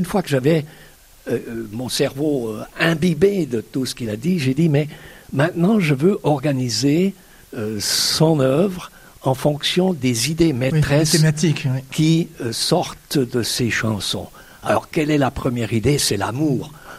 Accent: Valais, Switzerland; chez nous en Valais

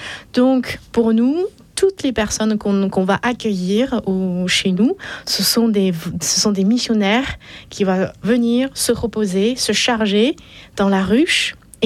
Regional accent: China; nous sommes tous des Chinois, chrétiens, et qu'on a ce feu d'évangélisation

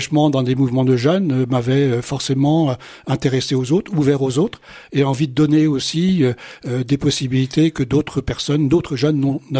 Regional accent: Brittany, France; moved away as an adult; also born or lived in Île-de-France; now in Touraine, France; moi, je suis breton d'origine. Ça fait 23 ans que j'habite en Touraine. C'est la vie professionnelle qui m'a amené à bouger.

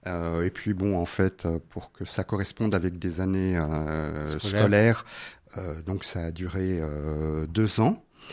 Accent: Dijon, Bourgogne-Franche-Comté, France; born there; moved away; also born or lived in Namur, Belgium; je suis né à Dijon, dans une famille où j'ai donc un frère, une sœur, et une famille chrétienne, pratiquante par ma mère

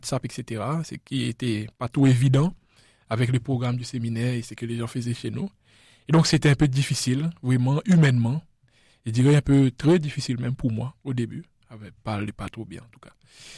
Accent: La Digue, Seychelles; je viens des Seychelles, les îles Seychelles. J'ai grandi aux Seychelles dans une île qui s'appelle la Digue

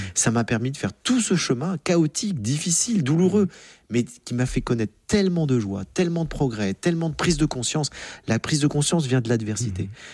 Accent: France; Surtout et en plus qu'en France, qu'on est français, on se plaint doublement.

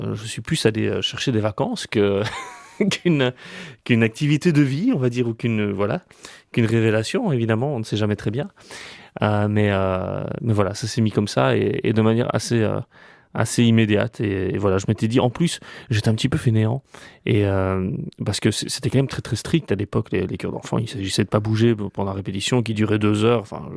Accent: Brussels, Brussels-Capital Region, Belgium; Moi, je suis bruxellois

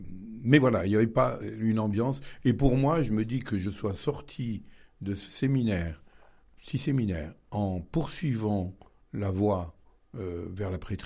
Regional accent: Bathernay, Auvergne-Rhône-Alpes, France; born there; Alors, je suis né à Batternay, je suis un petit village du nord de Rome.

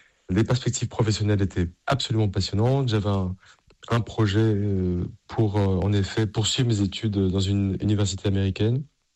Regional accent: Paris, Île-de-France, France; là où j'ai grandi, la paroisse Saint-Médard en bas de la rue Mouffetard à Paris, qui m'a accompagné pendant ces années d'étudiant.

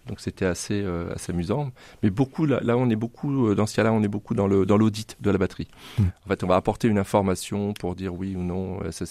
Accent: France; on est français quand même

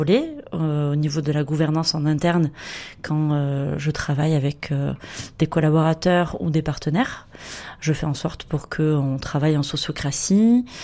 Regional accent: Montpellier, Occitanie, France; also born or lived in London; Alors moi, j'ai grandi à Montpellier Trouver du travail ici, c'était assez compliqué, puisque l'Hérault faisait partie du top 3 du chômage en France.

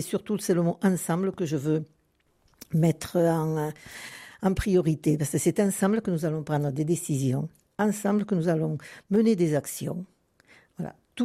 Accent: La Roque-de-Fa, Occitanie, France; commencé au foyer ESAT à la Roque-de-Fa en tant que cuisinière. Je suis de là

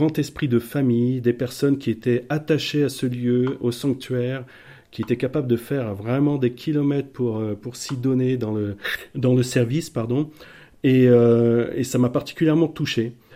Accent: Brittany, France; je dirais que je suis un breton qui est en train de se faire adopter dans le Berry.

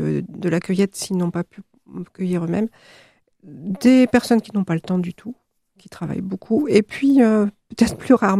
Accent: La Rochelle, Nouvelle-Aquitaine, France; now in Eysines, France; je suis de La Rochelle et très attachée.

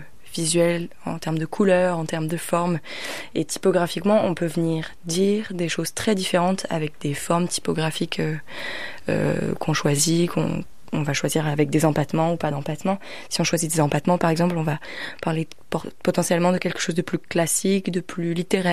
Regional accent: Poulrosier, Brittany, France; Moi j'aime bien faire le lien parce que j'ai grandi à Poulrosier

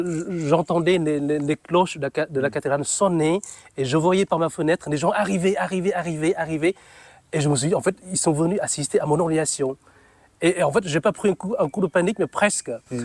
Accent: Northern Vietnam, Vietnam; French is a second language; now in France

